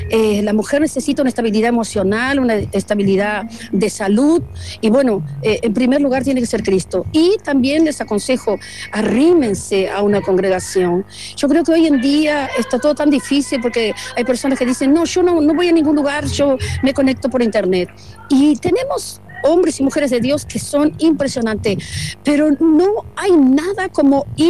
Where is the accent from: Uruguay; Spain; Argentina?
Uruguay; somos personas comunes como todo uruguayo